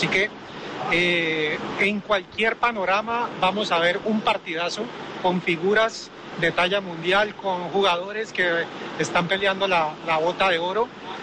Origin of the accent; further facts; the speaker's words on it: Cali, Valle del Cauca, Colombia; de Colombia, de la ciudad de Cali, trabajo para canales y cadenas locales, sobre todo del departamento del Valle del Cauca, donde yo vivo